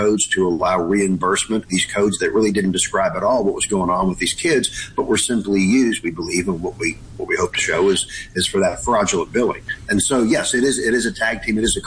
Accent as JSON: {"language": "English", "region": "Alabama", "country": "United States", "tie": "born or raised there", "lives_now": "Washington, United States"}